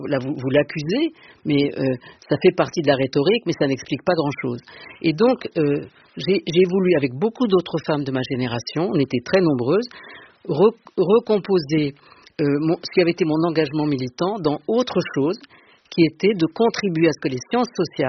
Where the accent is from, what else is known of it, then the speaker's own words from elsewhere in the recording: Marseille, Provence-Alpes-Côte d'Azur, France; Je suis arrivée à Paris en 1972, parce que j'étais entrée à Normal Sup, je venais de Aix et de Marseille.